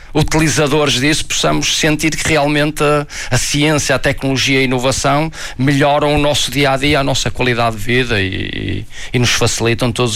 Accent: Braga, Norte, Portugal; sou aqui de Braga

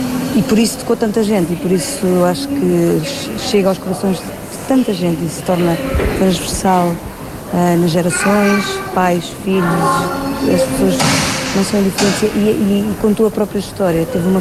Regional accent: Portugal

